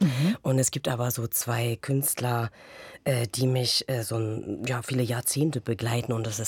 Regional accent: Greiz, Thuringia, Germany; born there; Ich bin in Greiz geboren.

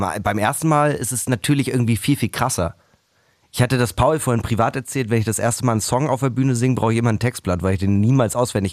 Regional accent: Northern Germany, Germany; als Norddeutscher ist mir ja Karneval allgemein sehr, sehr fremd.

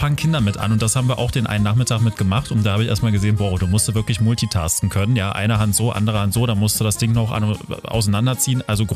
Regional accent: Burg, Saxony-Anhalt, Germany; und in Burg bei Magdeburg, meine Heimat, da gibt es eine super Lehrerin

